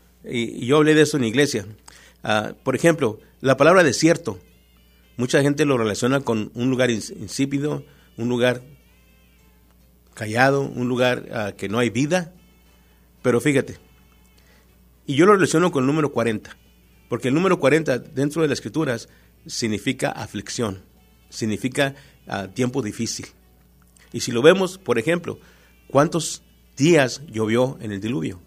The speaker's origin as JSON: {"language": "Spanish", "country": "Mexico", "said": "somos protectores mexicanos"}